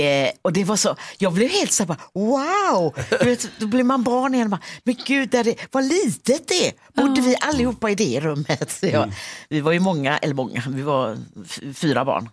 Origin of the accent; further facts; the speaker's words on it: Gothenburg, Västra Götaland County, Sweden; men jag är ju sen uppväxt i Biskopsgården uppe vid Svarte Mossen där.